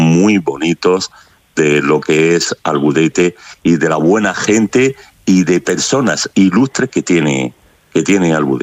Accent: Region of Murcia, Spain; yo soy muy murciano, muy comarcalista del río Mula

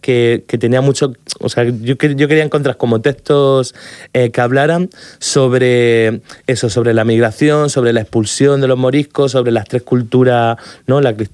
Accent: Andalusia, Spain; now in Murcia, Spain; Y también como yo, como artista andaluz, también me sentí como un poco desarraigado de mi tierra, ¿no? Por esta cosa también como de la emigración, de, ¿no? Como de venirme a Murcia

